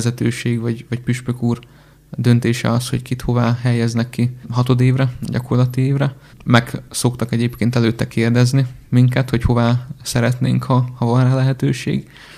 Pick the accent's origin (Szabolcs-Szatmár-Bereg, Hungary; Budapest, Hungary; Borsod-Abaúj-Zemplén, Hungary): Szabolcs-Szatmár-Bereg, Hungary; Fehérgyarmat; now in Nyíregyháza, Hungary; mert én fehérgyarmati származású vagyok, de a szüleimmel már egy 10 éve felköltöztünk Nyíregyházára